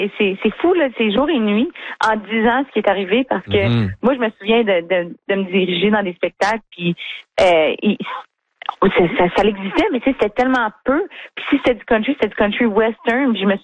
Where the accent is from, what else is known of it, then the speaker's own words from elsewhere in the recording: Casselman, Ontario, Canada; Parce que, tu sais, je viens de Castleman en Ontario.